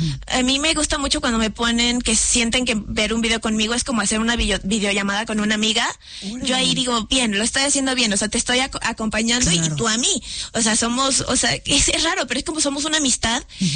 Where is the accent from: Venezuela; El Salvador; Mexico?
Mexico; sobre todo aquí en mi país